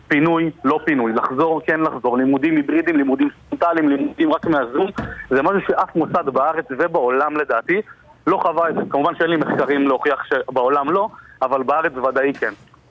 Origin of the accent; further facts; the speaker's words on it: Karmiel, Northern District, Israel; also born or lived in Kiryat Shmona; אני גדלתי והתחנכתי בקרמיאל, כל הילדות שלי